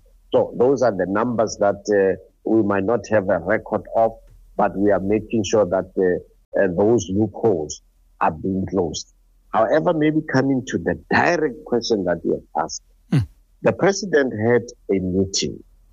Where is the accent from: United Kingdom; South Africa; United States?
South Africa; as South African